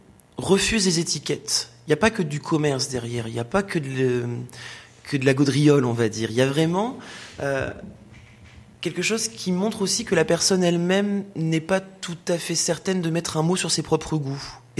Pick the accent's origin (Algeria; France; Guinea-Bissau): France; northern France; accent: pointu; Bah, écoutez, moi, je viens du nord de la France, hein, j'ai l'accent pointu.